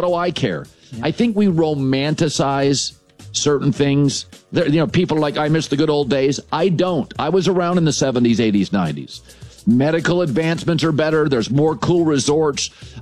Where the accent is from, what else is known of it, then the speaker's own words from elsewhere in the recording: West Coast, United States; I grew up in the West Coast. So I grew up as a Pac-12 fan.